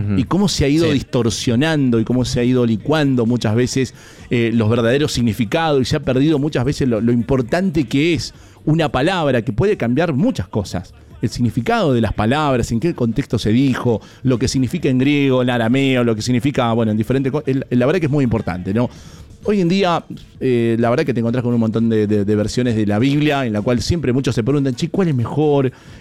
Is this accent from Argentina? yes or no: yes; Mendoza, Argentina; como mendocinos sabemos cómo es el contexto muchas veces